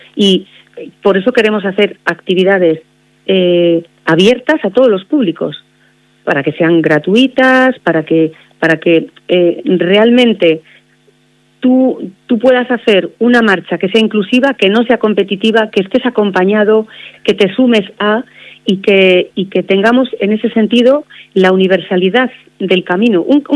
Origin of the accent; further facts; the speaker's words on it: Santiago de Compostela, Galicia, Spain; born there; now in Liébana, Spain; yo nací en Santiago de Compostela, pero he de decir que mi corazón no es que esté dividido, es que lo suman 2 partes. Una es la parte gallega, obviamente, como picheleira que soy y nací